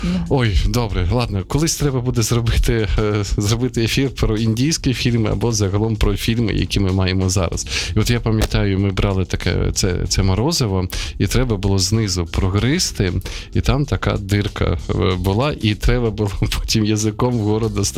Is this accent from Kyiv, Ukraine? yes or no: no; Sumy, Sumy Oblast, Ukraine; в Сумах ми в моєму рідному місті